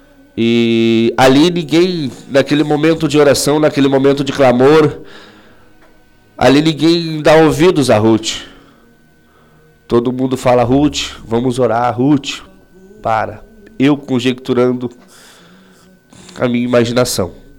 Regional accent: Rio Grande do Sul, Brazil; moved away as an adult; now in Francisco Beltrão, Brazil; Eu como líder da Jubrac, eu vim do estado do Rio Grande do Sul. Hoje me encontro em Francisco Beltrão, só eu, minha esposa, meus dois filhos.

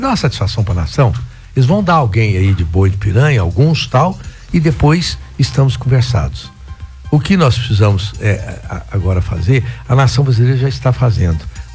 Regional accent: Brazil; nós somos uma nação de sobreviventes, somos brasileiros

